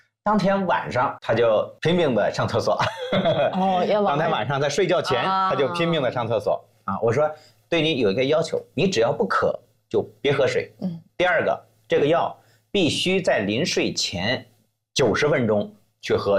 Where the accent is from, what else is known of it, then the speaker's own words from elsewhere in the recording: China; 那对于我们中国人而言的话呢，我们喜欢相对这个丰盛一点